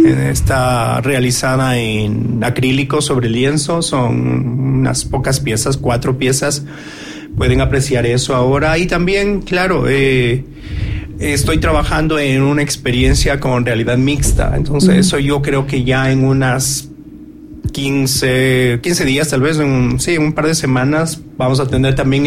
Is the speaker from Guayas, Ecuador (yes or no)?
no; Cuenca, Azuay, Ecuador; moved away as an adult; also born or lived in Dubai; es parte de mi país, de mi ciudad, de mi gente, de mi pueblo, de mi identidad. Entonces, retornar a Cuenca